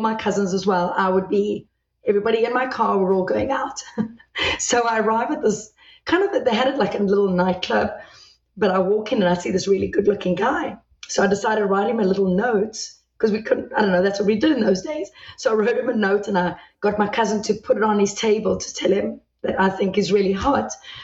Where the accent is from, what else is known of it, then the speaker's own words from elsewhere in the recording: South Africa; So I grew up in South Africa